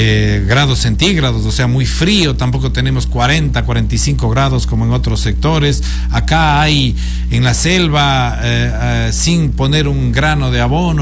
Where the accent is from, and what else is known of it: Ecuador